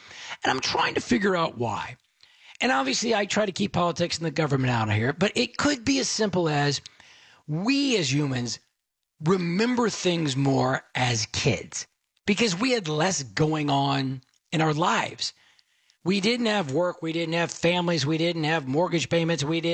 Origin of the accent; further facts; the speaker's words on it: Dallas, Texas, United States; I went, and I grew up in Dallas.